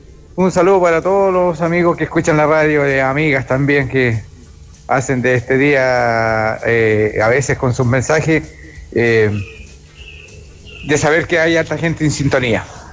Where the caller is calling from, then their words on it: Lontué, Maule, Chile; … de Lontué